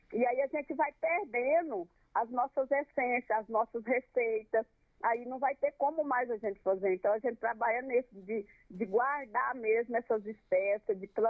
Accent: Cerrado, Brazil; a gente que somos do Cerrado, que somos povos do Cerrado

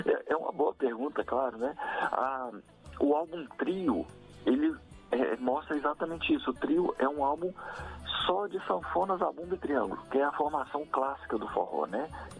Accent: Minas Gerais, Brazil; região que nós somos originais, né, assim, de Minas Gerais, né, a gente é de Minas

